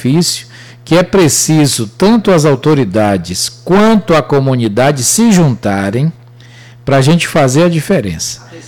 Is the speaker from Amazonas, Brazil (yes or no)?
no; Maragogipe, Bahia, Brazil; Na sede do Cidade de Maragogipe, minha terrinha.